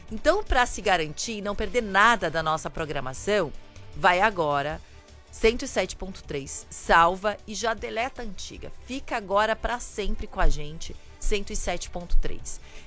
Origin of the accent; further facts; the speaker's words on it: Porto Alegre, Rio Grande do Sul, Brazil; now in São Paulo, Brazil; Fui dar uma espiadinha, quanto é que tá fazendo na minha terra, Porto Alegre.